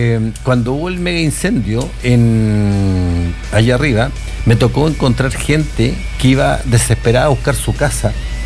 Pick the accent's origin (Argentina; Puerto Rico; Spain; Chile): Chile; somos de Chile.